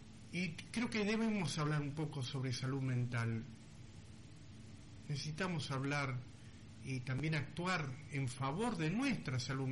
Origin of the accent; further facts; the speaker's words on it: Argentina; Soy patriota. Amo a mi país.